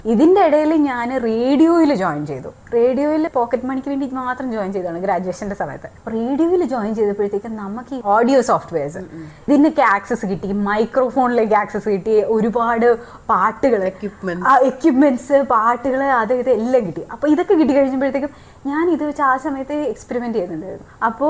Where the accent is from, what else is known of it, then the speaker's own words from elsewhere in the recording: Dubai, United Arab Emirates; ഞാൻ ദുബായിലാണ് പഠിച്ചത് വളർന്നതൊക്കെ.